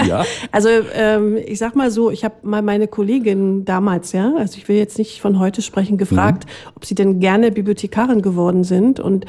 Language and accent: German; Guben, Brandenburg, Germany; moved away; Ich bin ja im Neubaugebiet aufgewachsen